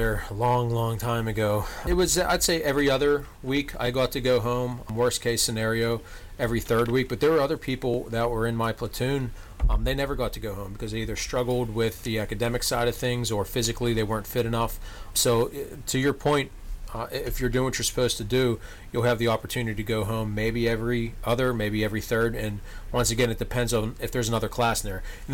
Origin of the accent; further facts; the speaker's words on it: Pittsburgh, Pennsylvania, United States; I grew up down in the Pittsburgh area, so I had, within driving distance, I had three different troops all around me